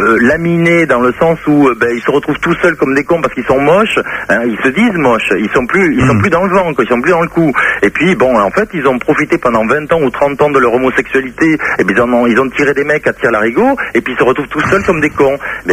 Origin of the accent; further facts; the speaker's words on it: Mont-de-Marsan, Nouvelle-Aquitaine, France; born there; moi je suis issu du fin fond du Sud-Ouest. Je vais même dire la ville où je suis né. Je suis né à Mont-de-Marsan, 30 000 habitants.